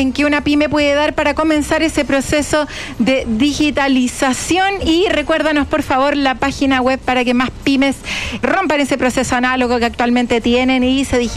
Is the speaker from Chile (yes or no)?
yes; Chile